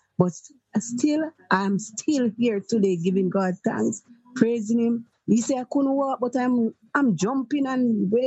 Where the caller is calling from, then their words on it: Manchester, North West England, United Kingdom; I'm calling from Manchester.